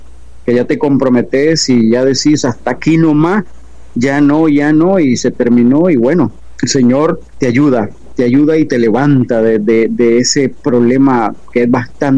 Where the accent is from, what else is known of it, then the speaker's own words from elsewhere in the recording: Managua, Nicaragua; soy de Nicaragua, exactamente de la capital, Managua.